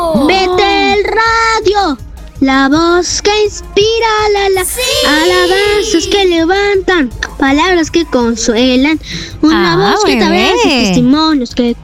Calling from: Tumulera, Cajamarca, Peru; Que le bendiga, mis Belén. … de Tumulera, Cajamarca.

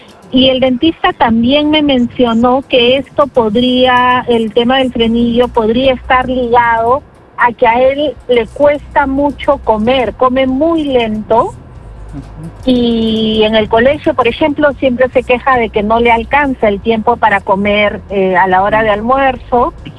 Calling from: Lima, Peru

